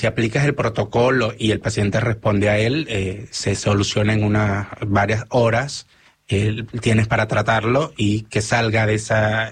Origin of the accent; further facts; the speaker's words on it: Venezuela; la comunidad venezolana somos como más de 250.000.